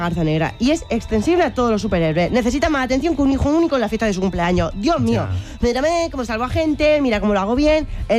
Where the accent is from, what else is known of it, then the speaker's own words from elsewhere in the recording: Region of Murcia, Spain; Claro, bueno, es que en verdad no había visto ese superpoder porque como murciana...